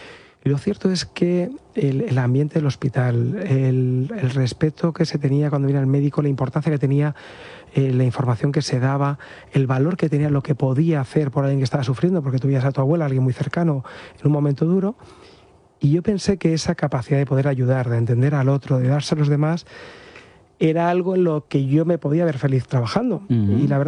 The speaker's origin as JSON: {"language": "Spanish", "town": "Madrid", "region": "Community of Madrid", "country": "Spain", "tie": "born or raised there", "said": "yo nací en Madrid, mi familia, desde que nacimos mi hermano y yo, vivimos en Madrid. Lo que pasa es que vivimos a las afueras, en una urbanización, pues donde pues había, tanto en la casa donde vivíamos, un poquito de jardín, zonas comunes, como alrededor, pues había bastante campo"}